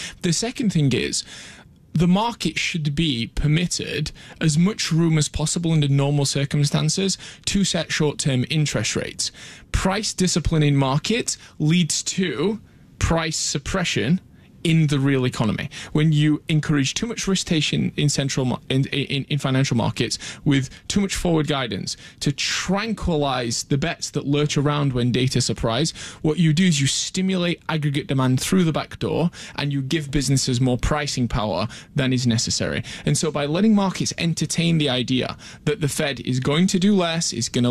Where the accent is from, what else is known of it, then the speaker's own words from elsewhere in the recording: Sheffield, Yorkshire and the Humber, United Kingdom; I'm from Sheffield, I'm a yes. northerner.